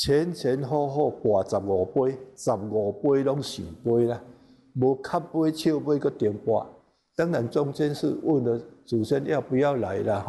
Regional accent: Taiwan; 台湾这一块土地，从小在观察有一个特点哦

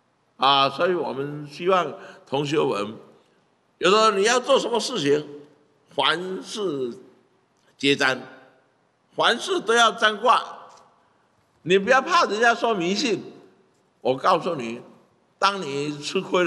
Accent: Taiwan; 因为台湾是我们在这里土生土长，给我们教育，给我们长大

